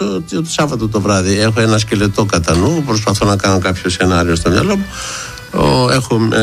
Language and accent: Greek; Thessaloniki, Central Macedonia, Greece; Από τη Θεσσαλονίκη με τα πειρατικά. Εγώ είμαι Θεσσαλονικιός.